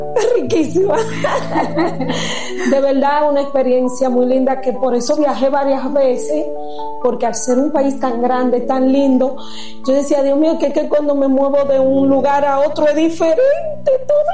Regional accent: Venezuela; moved away; cuando vine de Venezuela, aún así allá mismo en Venezuela, yo tenía una disfonía.

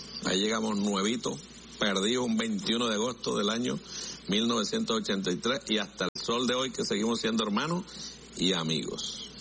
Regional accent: Venezuela

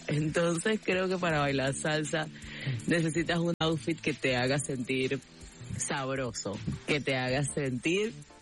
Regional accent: Barinas, Venezuela; Yo soy de Barinas, y en Barinas la música llanera y el joropo se bailaba o se baila con faldas muy largas

